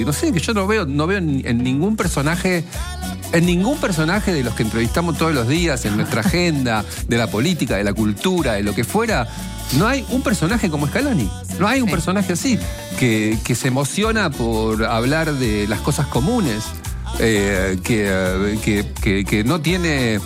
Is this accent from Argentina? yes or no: yes; Argentina; somos Argentina, porque somos felices, estamos felices de ser Argentina